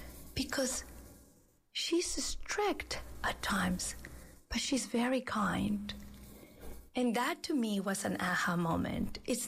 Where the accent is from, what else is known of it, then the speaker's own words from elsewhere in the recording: Peru; moved away; I was born and raised in Peru